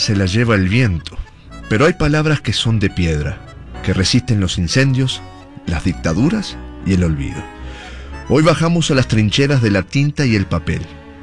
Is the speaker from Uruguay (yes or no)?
yes; Uruguay; now in Utah, United States; yo soy uruguayo.